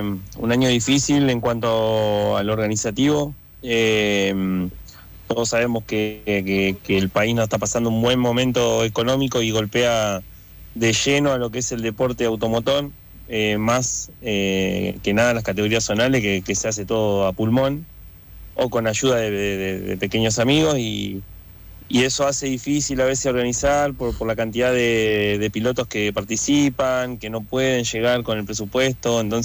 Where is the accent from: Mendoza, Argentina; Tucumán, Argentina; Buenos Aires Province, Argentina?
Buenos Aires Province, Argentina; yo soy de Buenos Aires, o sea, viajo siempre, no es que no viajo, viajo siempre, o sea, yo corro en ASME, pero vivo en Tigre, Buenos Aires